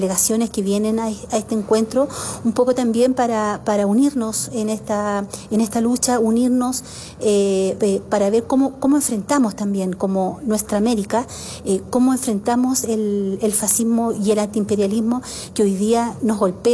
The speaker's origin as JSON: {"language": "Spanish", "country": "Chile", "said": "en Chile también tenemos un gobierno de derecha"}